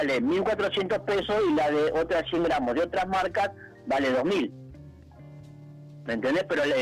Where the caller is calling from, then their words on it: Buenos Aires, Argentina; Villa del Parque